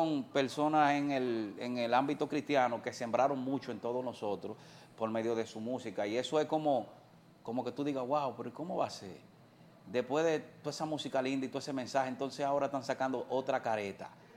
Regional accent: Dominican Republic; nosotros que somos dominicanos

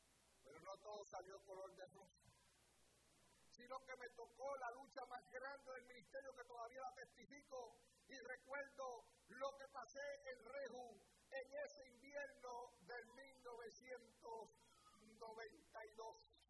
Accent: New York City, New York, United States; born there; also born or lived in Brooklyn; Yo nací en el Bronx.

